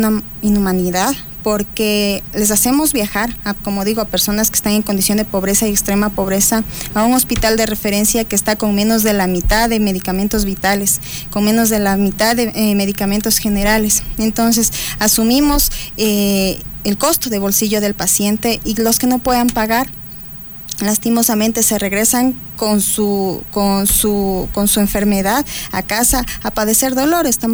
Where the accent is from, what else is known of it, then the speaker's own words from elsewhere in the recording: Ecuador; se siente ahorita uno como ecuatoriano